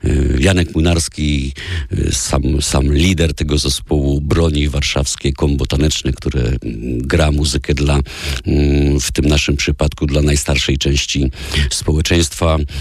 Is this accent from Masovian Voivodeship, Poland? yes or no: yes; Teresin, Masovian Voivodeship, Poland; U nas w Teresinie